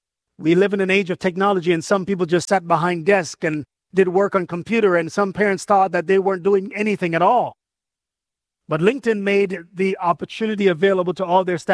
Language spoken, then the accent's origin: English; Jamaica; You know I'm Jamaican.